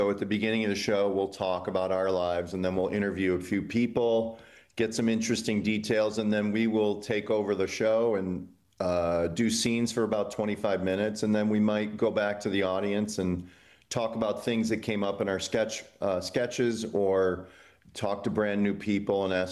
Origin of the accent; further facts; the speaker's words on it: Illinois, United States; And I grew up in Illinois, and so I traversed Nebraska many times by car